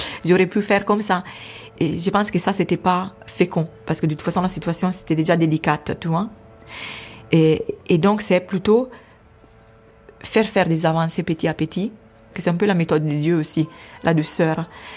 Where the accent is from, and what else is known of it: Italy; moved away